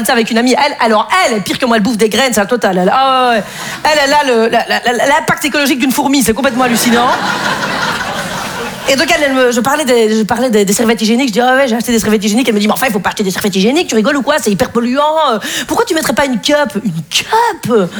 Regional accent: Belgium; moi, je suis contre le réchauffement climatique, mais c'est facile parce que je suis belge, vous voyez?

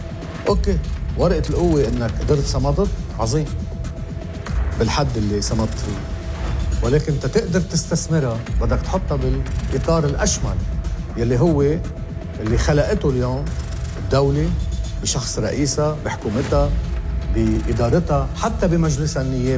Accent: Lebanon; مطالبنا نحن كلنا كلبنانيين

